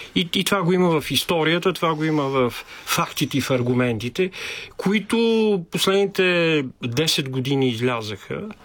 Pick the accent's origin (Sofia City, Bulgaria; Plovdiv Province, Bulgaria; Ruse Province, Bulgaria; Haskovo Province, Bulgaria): Sofia City, Bulgaria; Sofia; аз съм от София, съм от квартал Факултета